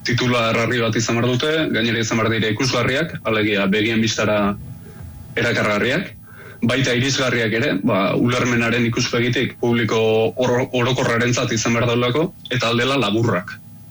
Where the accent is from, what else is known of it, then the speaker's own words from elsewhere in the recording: Vitoria-Gasteiz, Basque Country, Spain; gasteiztarra naizen aldetik